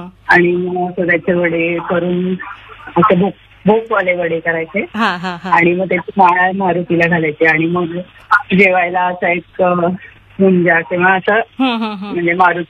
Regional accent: Kalyan, Maharashtra, India; moved away; मी म्हणजे कल्याणला माझं माहेर आहे.

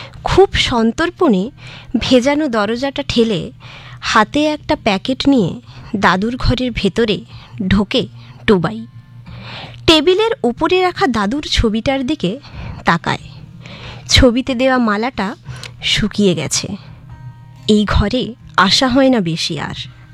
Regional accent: Kharagpur, West Bengal, India; আমি খড়গপুর পশ্চিম মেদিনীপুর থেকে এসেছি।

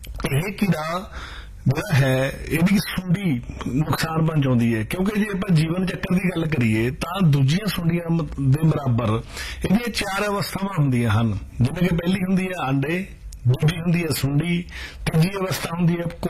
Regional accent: Punjab, India

